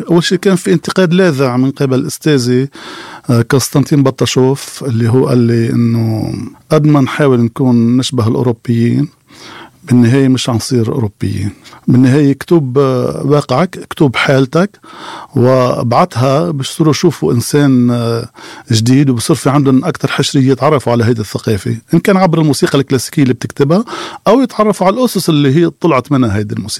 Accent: Lebanon; accent: Lebanese; رح بحكي باللهجة اللبنانية.

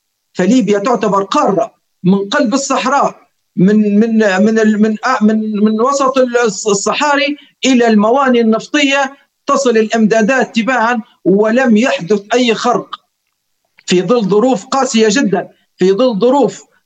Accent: Libya; نحن كصحافة ليبية وكصحافة وطنية

